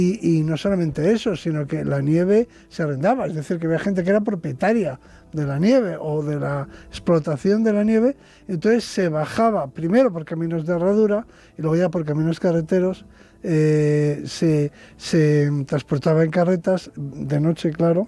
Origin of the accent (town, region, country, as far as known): Bilbao, Basque Country, Spain; born or raised there